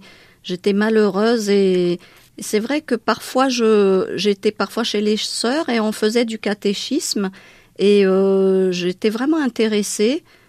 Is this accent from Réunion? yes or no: no; Madagascar; first language Malagasy; French is a second language; Oui, c'est mon pays natal. Hein. J'y suis très attachée et je parle la langue malgache parce que c'est ma langue maternelle. Hein. J'ai appris le français à l'école et vraiment, je vivais avec tous les malgaches.